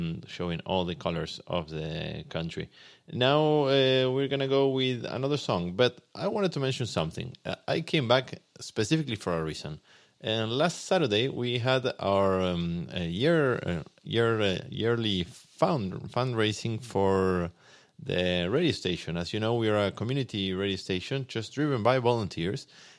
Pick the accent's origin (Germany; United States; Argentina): Argentina; now in Penticton, Canada; that was mostly through Argentina, my home country